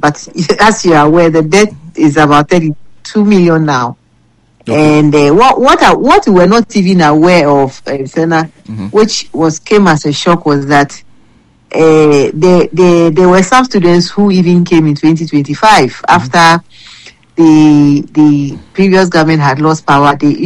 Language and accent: English; Ghana; moved away as an adult; now in London, United Kingdom